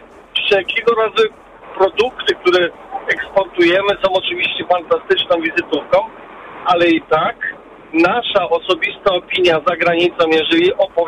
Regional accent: Germany; also born or lived in Poland; now in Skierniewice area, Poland; Ja akurat wychowałem się w Niemczech nie ze swojego wyboru

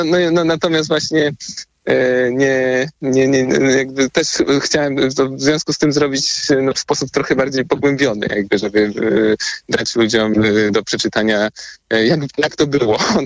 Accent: Białystok, Podlaskie Voivodeship, Poland; dla mnie jako białostoczanina

